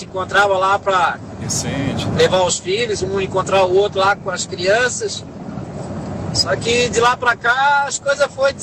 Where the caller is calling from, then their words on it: Florianópolis, Santa Catarina, Brazil; E eu sou de Florianópolis.